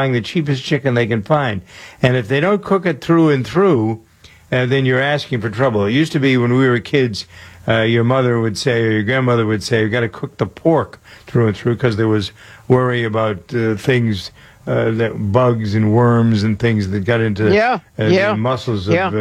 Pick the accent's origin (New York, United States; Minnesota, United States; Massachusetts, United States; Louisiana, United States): Massachusetts, United States; Framingham; I have one street in my hometown of Framingham, Massachusetts, that has five, count them, 5 chicken restaurants.